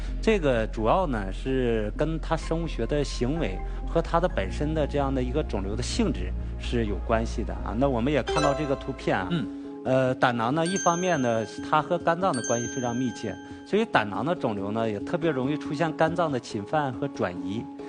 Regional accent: China; 在我们中国人群差不多能达到9%到10%这样的一个比例

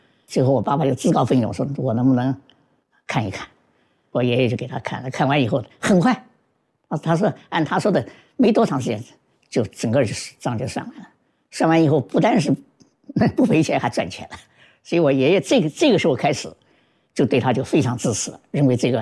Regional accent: Jintan, Jiangsu, China

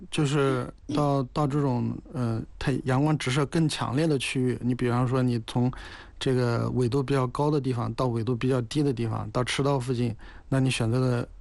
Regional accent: China

